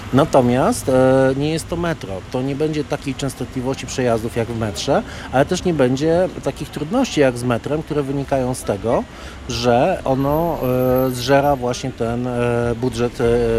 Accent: Łódź, Łódź Voivodeship, Poland; u nas w Łodzi

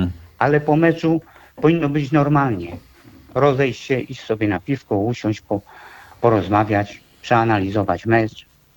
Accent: Łódź, Łódź Voivodeship, Poland; Wychowałem się, urodziłem się na Bałutach, mieszkałem na Teofilowie.

